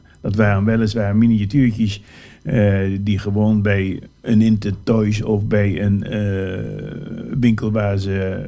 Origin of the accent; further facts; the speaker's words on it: Kampen, Overijssel, Netherlands; 77 jaar geleden geboren in Kampen. En ik heb de hele wereld gezien. Maar het huis waar ik altijd in heb gewoond, heeft nooit verder gestaan dan 3 kilometer van de plaats waar ik geboren ben. Dus ik heb zoals Jan, ik ben met Kampen meegegroeid.